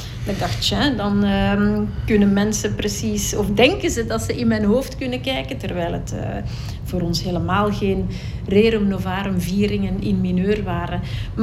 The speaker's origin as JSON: {"language": "Dutch", "country": "Belgium", "tie": "born or raised there", "also_born_or_lived": "India", "said": "We zijn hier in België opgegroeid, in Linden."}